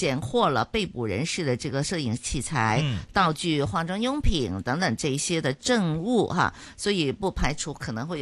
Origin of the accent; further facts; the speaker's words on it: Hong Kong; 我们会不会也把这个也能够扩展到我们香港人自己可以做这个事情啊